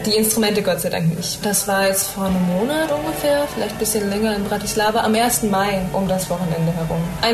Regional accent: Stralsund, Mecklenburg-Vorpommern, Germany; ich komme aus Stralsund, da gibt es zwar Musikschulen, aber jetzt nicht so die Musikkultur, dass wir sagen, wir spielen irgendwie unsere Roots-Musik hier.

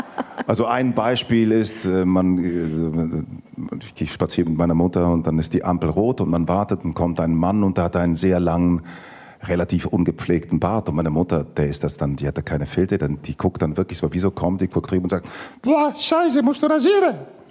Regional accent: Dietikon, Zurich, Switzerland; first language Greek; German is a second language; ich bin dreisprachig aufgewachsen und hatte dann nochmal, also mein Vater hat witzigerweise Schweizerdeutsch mit uns gesprochen, nicht Italienisch. Italienisch habe ich 10 Meter weiter bei meinem Onkel, seinem Bruder, gelernt.

